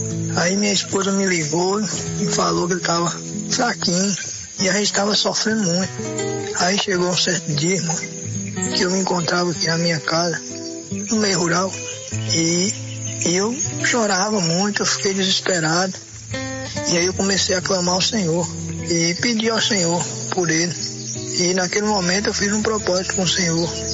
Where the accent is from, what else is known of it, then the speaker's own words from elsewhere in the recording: Bahia, Brazil; eu sou daqui do município de Beiraduá, na Bahia.